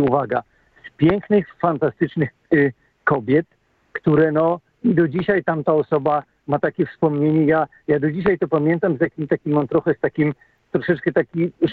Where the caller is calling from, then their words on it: Łódź, Łódź Voivodeship, Poland; ja jestem z Polski, z Łodzi.